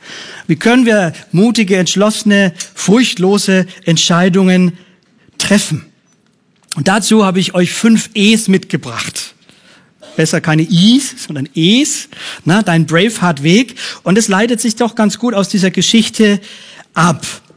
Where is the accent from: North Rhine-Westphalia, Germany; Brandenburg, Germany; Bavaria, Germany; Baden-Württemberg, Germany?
Bavaria, Germany; ich komme aus dem Bayerischen, Fränkischen